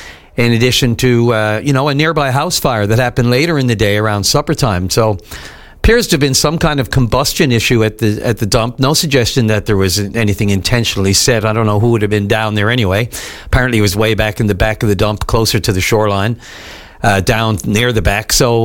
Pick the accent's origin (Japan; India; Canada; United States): Canada; Newfoundland and Labrador; The Evans, longtime neighbors, friends of mine growing up in the West End.